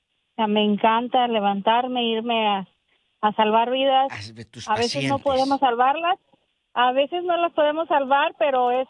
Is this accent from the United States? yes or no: yes; Texas, United States; also born or lived in Mexico; Soy inmigrante de 5 años, me vine de México a Texas, ahí crecí.